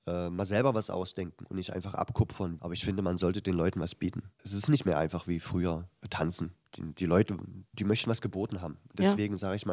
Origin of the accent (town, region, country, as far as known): Halle, Saxony-Anhalt, Germany; born or raised there